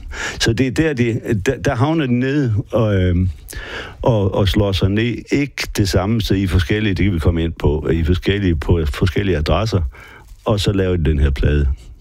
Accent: Frederikshavn, North Denmark Region, Denmark; som hænger sammen med Sydbyen Frederikshavn, hvor jeg voksede op.

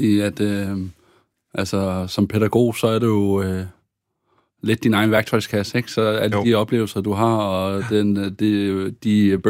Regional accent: Aarhus, Central Denmark Region, Denmark; så 100% at min opvækst på Aarhus Strand har præget mig i mit arbejde.

